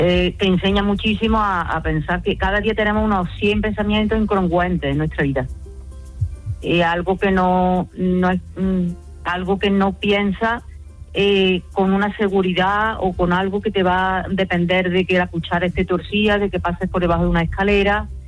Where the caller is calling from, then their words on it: Córdoba, Andalusia, Spain; de Córdoba.